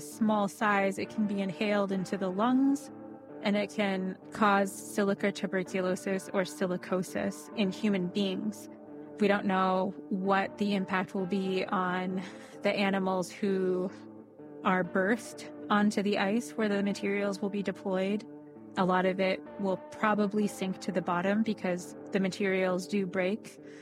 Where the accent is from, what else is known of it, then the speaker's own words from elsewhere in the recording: Alaska, United States; I'm from St. Lawrence Island.